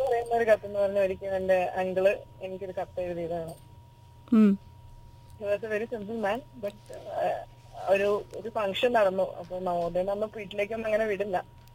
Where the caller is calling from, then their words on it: Neriamangalam, Kerala, India; Nerimangalam.